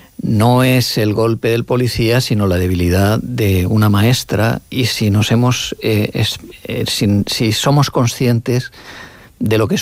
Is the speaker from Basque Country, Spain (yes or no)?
no; Alicante, Valencian Community, Spain; Y soy alicantino, o sea, valenciano.